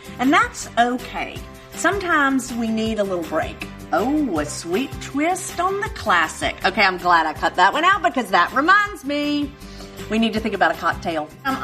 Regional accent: Oxford, Mississippi, United States; invited to join me … for an outdoor brunch in my hometown, Oxford, Mississippi.

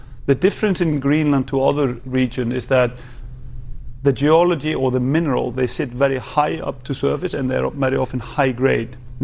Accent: Iceland; I'm from Iceland

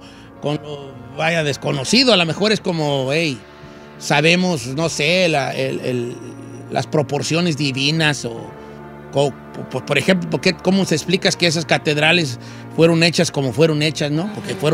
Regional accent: Mexico; los mexicanos que somos, pues, de muchos, de los nahuas y mayas y zapotecas y mixtecas

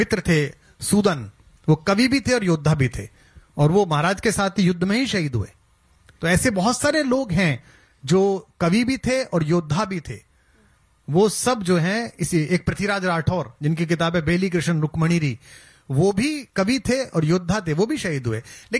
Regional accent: Bulandshahr district, Uttar Pradesh, India; मैं बुलंदशहर जिले का हूँ

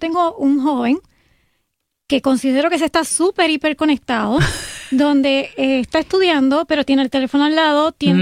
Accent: Puerto Rico; yo soy una de Guabo.

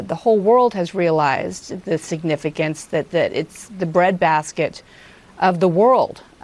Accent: Moldova; I'm from the former Soviet Union, I'm from Moldova, I know the food there very well and the significance of bread.

